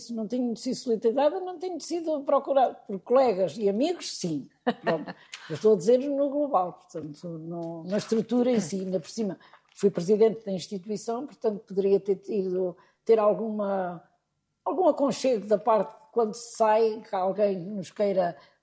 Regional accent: Coimbra, Centro, Portugal; continuo a ir a Coimbra muitas vezes, portanto, sou de Coimbra, também é natural

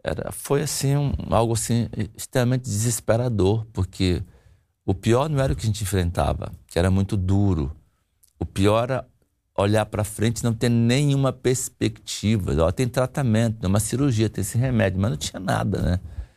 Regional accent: Amazonas, Brazil; Eu sou do Amazonas, bem no norte do Brasil, e fui para São Paulo estudar.

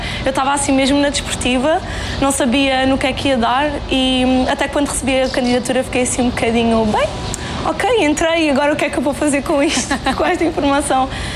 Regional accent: Faro, Algarve, Portugal; tenho 23 anos, sou daqui de Faro

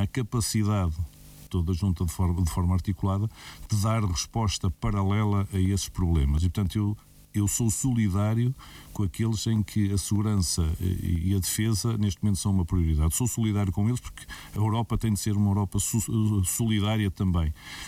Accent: Peso da Régua, Norte, Portugal; eu particularmente, que sou de Peso da Régua

